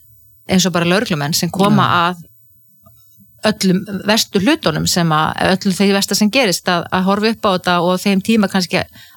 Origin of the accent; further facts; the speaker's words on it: Ísafjörður, Westfjords, Iceland; ég óttaðist sjóin sem kannski líka tengist því að ég alveg upp á Ísafirði þar sem voru tíð sjósli svo menn drukknuðu